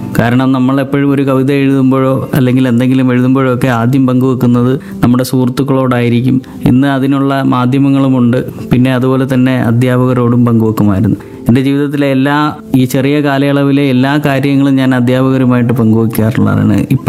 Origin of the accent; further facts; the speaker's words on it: Kollam, Kerala, India; also born or lived in Tamil Nadu; അമ്മയുടെ സ്ഥലം നാഗർകോവിലാണ്. ഞാൻ ജനിച്ചത് തമിഴ്നാട്ടിലാണ്, എങ്കിലും ഞാനിവിടെ കൊല്ലത്ത് താമരക്കുളം സ്വദേശിയാണ്. നിലവിൽ ഞാൻ താമസിക്കുന്നത് അഞ്ചാലുംമൂട്ടാണ്.